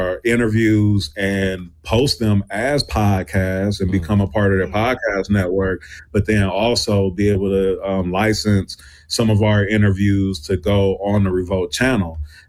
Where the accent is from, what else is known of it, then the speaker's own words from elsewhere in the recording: Milwaukee, Wisconsin, United States; I'm from Milwaukee, Wisconsin.